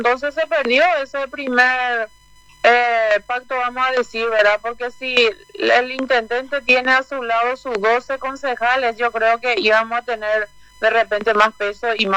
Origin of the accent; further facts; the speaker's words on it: José Domingo Ocampos, Caaguazú, Paraguay; born there; now in Hernandarias, Paraguay; Yo nací en José Domingo Campos, que es el municipio, último municipio de Caaguazú que linda con Juan Emilio Oleari.